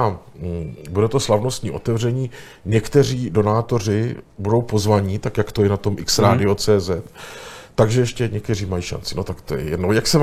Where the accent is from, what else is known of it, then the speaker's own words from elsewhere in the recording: Tišnov, South Moravian Region, Czechia; born there; Modrá a žlutá jsou barvy mého rodného města Tišnova.